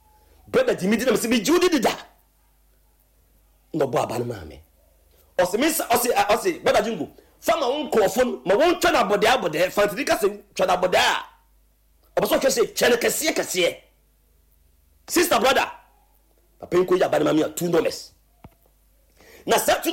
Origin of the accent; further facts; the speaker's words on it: Cape Coast, Central Region, Ghana; I'm coming from Cape Coast. A buradia. Come to Cape Coast.